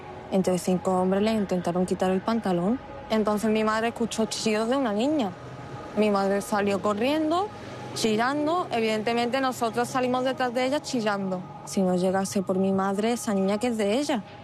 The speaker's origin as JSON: {"language": "Spanish", "region": "Ceuta", "country": "Spain", "said": "soy ceutí"}